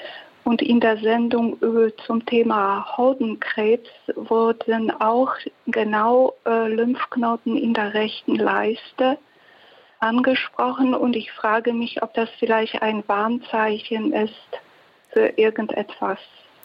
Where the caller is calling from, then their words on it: Heidelberg, Baden-Württemberg, Germany; Ich rufe aus Heidelberg an.